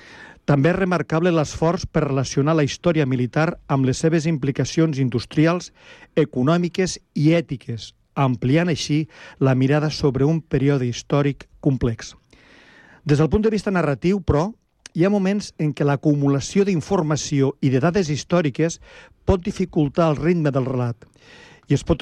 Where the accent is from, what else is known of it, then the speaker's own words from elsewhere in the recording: Flix, Catalonia, Spain; jo sóc de Flix